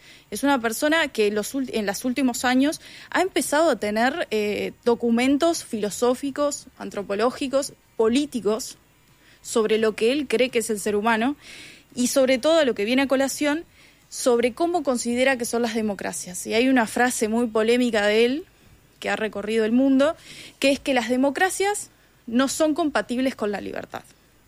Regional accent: Uruguay; qué futuro queremos como uruguayos.

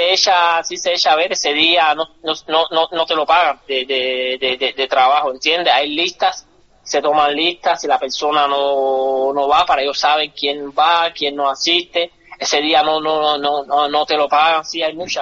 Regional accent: Cuba; nosotros, como cubanos, nosotros, pueblo, como cubanos

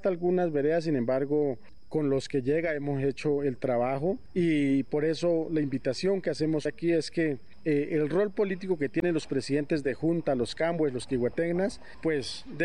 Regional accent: Colombia; como colombianos que somos

